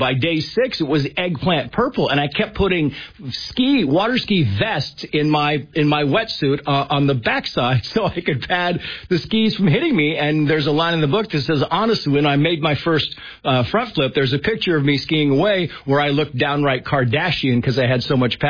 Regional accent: Mammoth, United States; because that was my hometown.

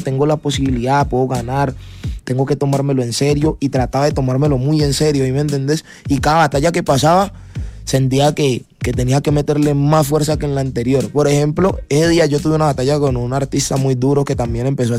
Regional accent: Valle del Cauca, Colombia; Que somos varios freestylers del Valle

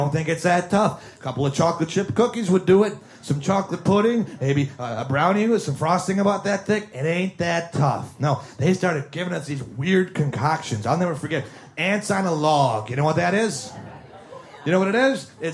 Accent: Milwaukee, Wisconsin, United States; When I grew up in Milwaukee, I grew up in the 70s. I'm getting older now

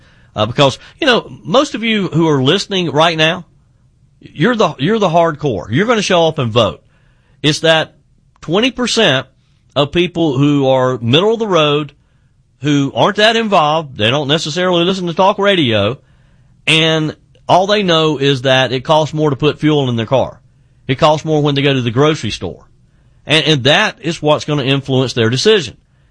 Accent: South Carolina, United States; Janice is in my home state of South Carolina.

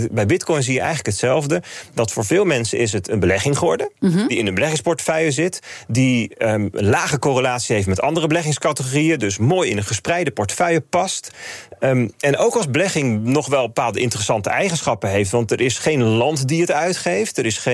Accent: Netherlands; voor ons als Nederlanders

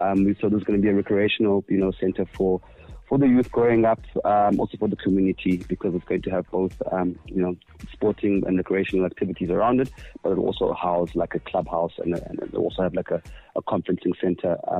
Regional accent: Eastern Cape, South Africa; Right now in a little rural Eastern Cape town called Stateleville. I'm from the Eastern Cape.

